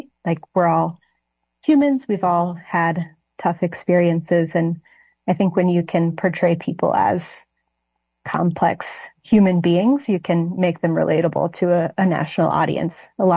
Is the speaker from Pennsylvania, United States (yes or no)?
no; Arkansas, United States; now in Connecticut, United States; And that was especially special for me in Arkansas, growing up in Arkansan, growing up reading the Democrat Gazette